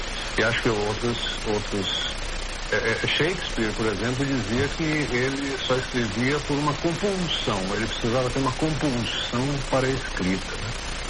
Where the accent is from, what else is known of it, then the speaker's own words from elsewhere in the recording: Salvador, Bahia, Brazil; born there; lá em Salvador, onde nasci